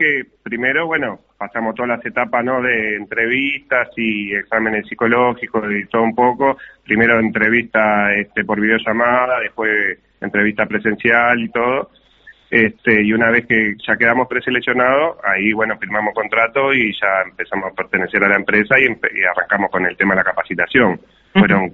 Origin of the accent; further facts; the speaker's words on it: Buenos Aires, Argentina; moved away as an adult; now in Paso de los Toros, Uruguay; madre estaba embarazada de mí de 6 meses, fueron de acá de Uruguay para Buenos Aires, se instalaron allá, nací allá, me crié allá en Buenos Aires